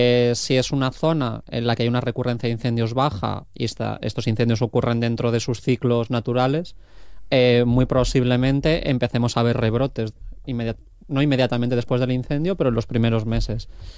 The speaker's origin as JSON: {"language": "Spanish", "region": "Valencian Community", "country": "Spain", "said": "yo soy valenciano y una de esas cosas que suele decir es que allí no sabe llover."}